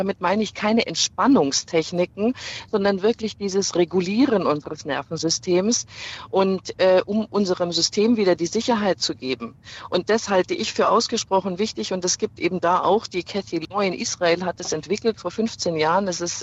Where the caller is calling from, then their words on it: Regensburg, Bavaria, Germany; Ich komme auch aus Regensburg.